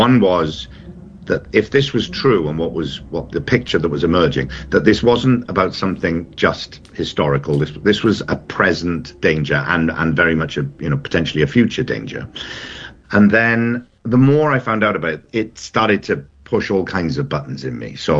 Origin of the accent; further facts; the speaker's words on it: Newport, Wales, United Kingdom; born there; It turns out that when I was born, and I was born in Newport in South Wale